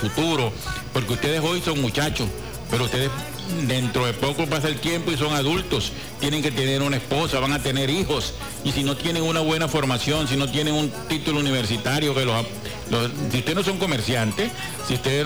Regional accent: Guasdualito, Apure, Venezuela; born there; mi pueblo de Guadualito

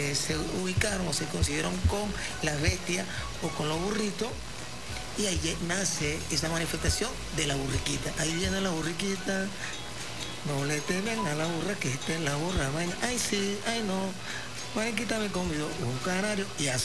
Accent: Venezuela

